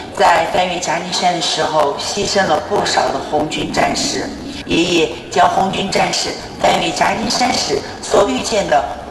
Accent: Baoxing County, Sichuan, China; 因为我是土生土长的一名藏族呢

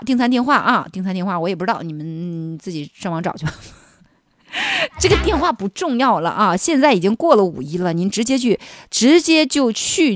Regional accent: Heilongjiang, China; now in Panjin, China; 佳木斯拌冷面，对不对？我们老家的吃的

